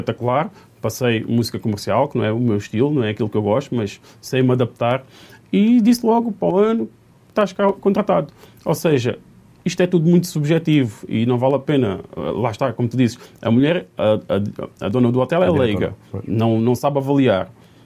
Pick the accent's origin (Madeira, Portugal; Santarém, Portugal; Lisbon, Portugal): Lisbon, Portugal; Moita; moved away as an adult; also born or lived in Alentejo; now in Algarve, Portugal; Sou da Margem Sul, sou da Moita